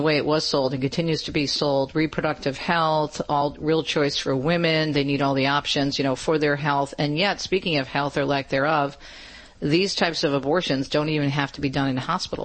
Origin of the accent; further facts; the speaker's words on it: Michigan, United States; my home state of Michigan